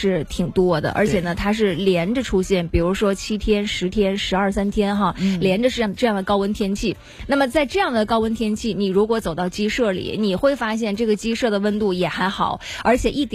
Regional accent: Northeast China, China; 我们东北人讲展示，

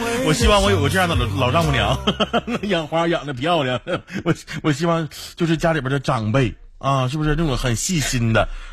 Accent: Northeast China, China; 你像咱们东北这边一到冬天零下就20来度

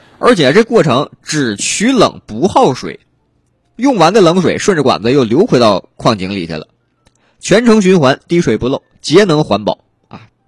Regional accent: Northeast China, China; 作为一个东北人

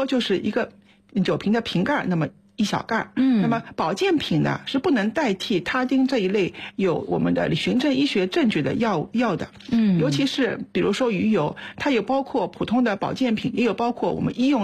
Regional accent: China; 这在我们中国人中间呢特别明显。

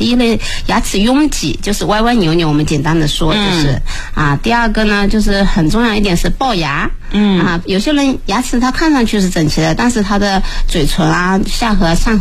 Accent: China

